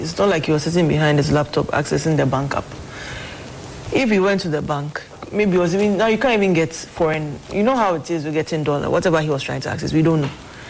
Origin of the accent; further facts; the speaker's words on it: Ghana; As a Ghanaian